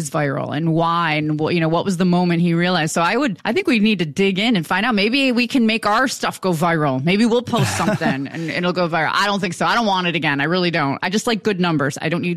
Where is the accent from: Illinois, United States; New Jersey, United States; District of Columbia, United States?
New Jersey, United States; I'm down, though, in the middle of the part of Jersey no one believes exists. I'm southern New Jersey, kind of near like Gloucester County.